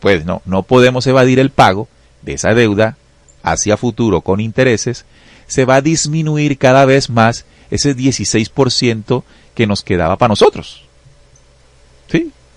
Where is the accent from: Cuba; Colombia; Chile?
Colombia; Hay una formulita, hay unas cifras que tenemos que entender como colombianos.